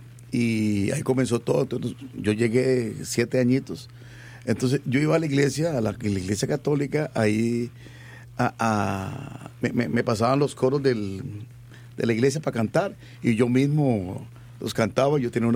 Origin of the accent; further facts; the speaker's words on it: Neiva, Huila, Colombia; moved away as an adult; also born or lived in Miami; now in Montreal, Canada; Yo soy de Neiva, Huila, Colombia.